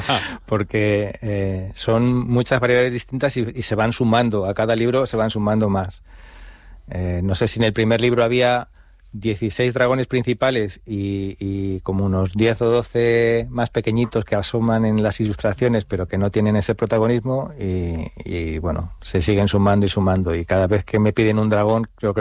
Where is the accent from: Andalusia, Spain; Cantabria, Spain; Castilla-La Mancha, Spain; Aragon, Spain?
Castilla-La Mancha, Spain; Argamasilla de Alba; Sí, es mi pueblo.